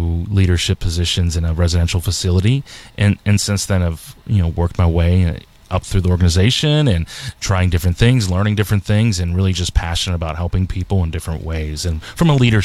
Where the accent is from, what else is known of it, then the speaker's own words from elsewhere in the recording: North Huntington, Pennsylvania, United States; Well, I am definitely a Yinzer at heart.